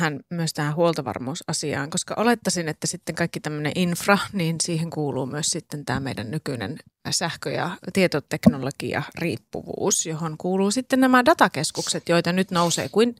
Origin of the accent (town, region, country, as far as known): North Ostrobothnia, Finland